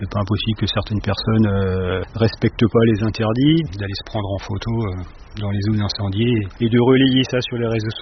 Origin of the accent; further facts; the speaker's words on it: Fontainebleau, Île-de-France, France; Enfin, moi, je suis né à Fontainebleau, je suis toujours resté dans le secteur. Donc ça fait plus de 50 ans que je sillonne la forêt de Fontainebleau.